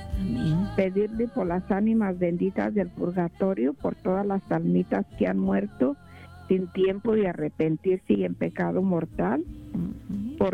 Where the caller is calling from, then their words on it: Orange, California, United States; de Orange.